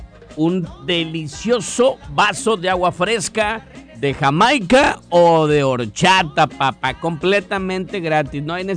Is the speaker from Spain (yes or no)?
no; Mexico; Nada más porque somos bien mexicanos, papá.